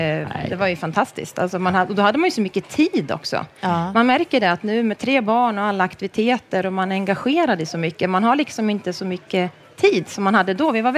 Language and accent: Swedish; Östergötland, Sweden; och kommer från Östergötland, uppvuxen i Östergötland. Jag är, och vad vill du veta? Jag är 42 år.